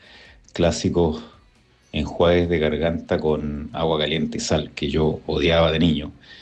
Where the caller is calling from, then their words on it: Santiago, Santiago Metropolitan Region, Chile; de Santiago Centro por acá.